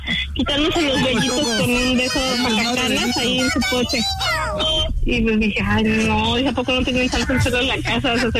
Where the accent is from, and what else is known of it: Mexico City, Mexico; born there